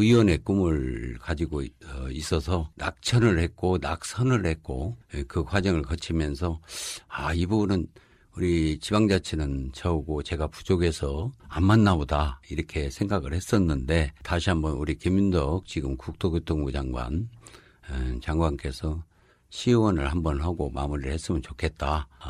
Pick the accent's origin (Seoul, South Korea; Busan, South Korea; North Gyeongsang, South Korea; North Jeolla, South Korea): North Jeolla, South Korea; Jeonju; born or raised there